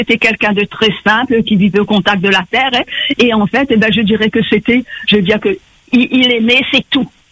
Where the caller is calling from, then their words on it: Petite-Île, Réunion; Je suis à Petite-Île.